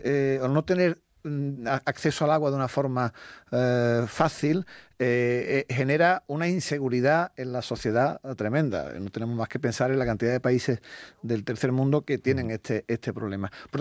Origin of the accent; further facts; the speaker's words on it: Spain; Porque lo que sí hacemos bien los españoles es, cuando nos dan una nota de que hay que ahorrar agua y tal, hacerlo.